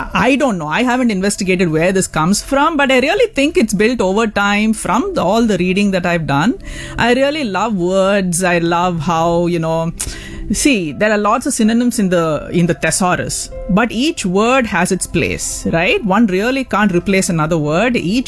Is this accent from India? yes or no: yes; Neyveli, Tamil Nadu, India; So I grew up in Neyveli, which is a small town.